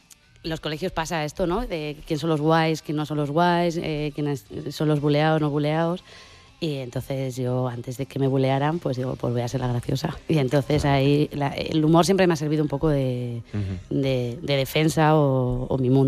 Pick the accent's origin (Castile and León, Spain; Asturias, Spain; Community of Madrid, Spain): Castile and León, Spain; Burgos; soy de Burgos, que... Porque, joder, es algo que es característico mío. Soy lo que soy porque me he criado en Burgos, mi familia es de Burgos, mi entorno es de Burgos, o sea, todo, o sea, mis antepasados son de Atapuerca